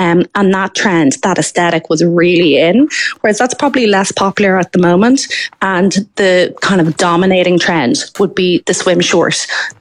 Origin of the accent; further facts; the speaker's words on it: Ireland; You know, as Irish, I think there's a lot of elements of style that we would be quite conservative on anyway.